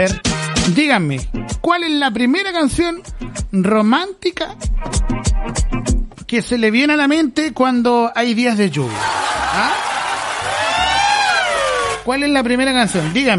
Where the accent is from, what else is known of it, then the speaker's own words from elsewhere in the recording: Chile; Sí, porque así somos los chilenos, así somos.